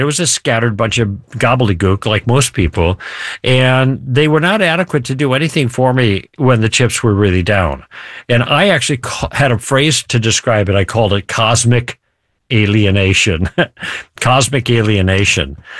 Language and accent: English; Chicago, Illinois, United States; moved away as an adult; also born or lived in Michigan; now in California, United States; I grew up in Chicago, and then I was in the Army for a while.